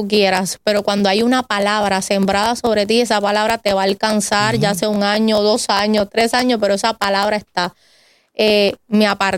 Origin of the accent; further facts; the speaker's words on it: Vega Alta, Puerto Rico; Pues soy del pueblo de Vega Alta, nacida y criada en el Evangelio. Mis papás Jorge y Carmen allá todavía residen en el pueblo de Vega Alta.